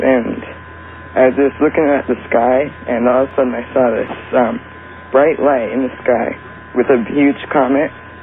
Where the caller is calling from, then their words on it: Utah, United States; from Utah.